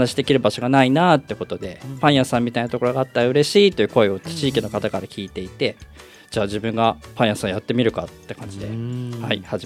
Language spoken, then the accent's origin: Japanese; Ebina, Kanagawa, Japan; まあ、自分も海老名で生まれ育ったので、